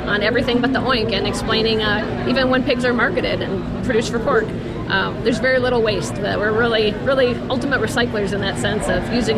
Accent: Chatfield, Minnesota, United States; I'm from Chatfield, Minnesota, and I'm a pig farmer in Fillmore County.

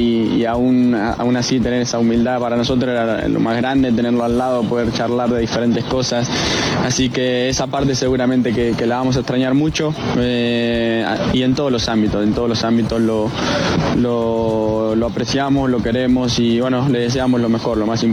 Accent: Argentina; Nosotros, como argentinos, además tenemos esa cotita que obviamente nos encantaría que la gane Leo.

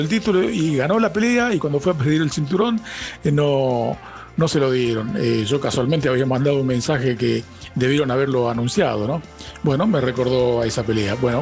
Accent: La Matanza, Buenos Aires Province, Argentina; Hola amigos de Puro Boxeo … de La Matanza.

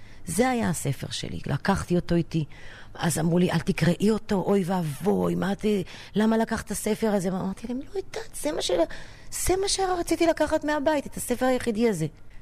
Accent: Yiftah, Northern District, Israel; בכיתה בית אני פה. גדלתי פה בתור ילדה, היינו במקלטים, היינו בממדים, בכל מיני מלחמות שהיו, אבל אף פעם לא ברחנו מפה.

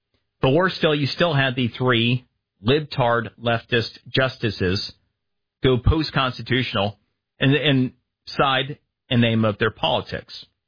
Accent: Florida, United States; For example, in my home state of Florida, where this story emanated from this week

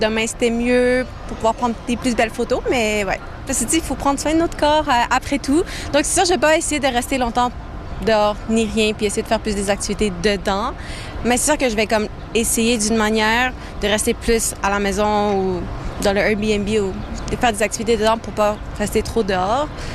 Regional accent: Montreal, Quebec, Canada; now in Toronto, Canada; je suis venue à Toronto pour un peu pour faire du tourisme, puis tout, parce que je viens de Montréal.

